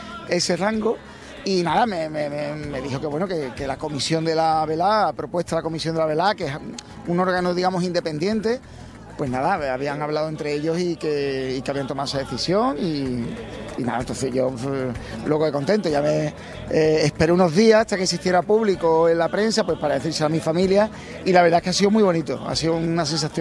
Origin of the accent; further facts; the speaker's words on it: Gines, Andalusia, Spain; moved away as an adult; now in Seville, Spain; toda mi infancia, yo la he vivido fuera, ¿no? Yo no he nacido en Triana, yo he vivido en un pueblo del que estoy muy orgulloso, que es mi pueblo de Gine. Pero es verdad que cuanto pude, me casé con el banco por 30 años y me vine aquí, que es el barrio de mi madre